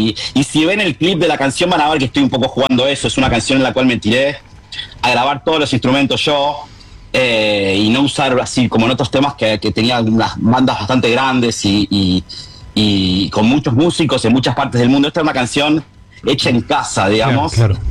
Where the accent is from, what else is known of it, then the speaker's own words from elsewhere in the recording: Uruguay; moved away as an adult; also born or lived in Brazil / Argentina / United States; now in Boston, United States; Generalmente digo Uruguay, que es donde pasé más tiempo, donde estuve toda mi infancia, hice mi educación formal ahí. Claro. Si bien hoy día en el país que más tiempo viví es en Estados Unidos, ya llegué pasé la barrera que viví más años en Estados Unidos que en cualquier otro país.